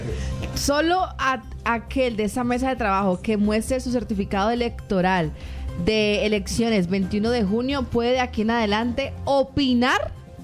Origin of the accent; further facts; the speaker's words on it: Colombia; yo realmente sí soy consciente que soy colombiana.